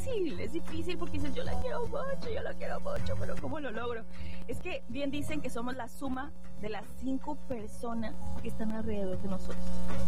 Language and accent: Spanish; Monterrey, Nuevo León, Mexico; moved away; yo soy regiomontana. ¡Sí! ¡A mucha honra!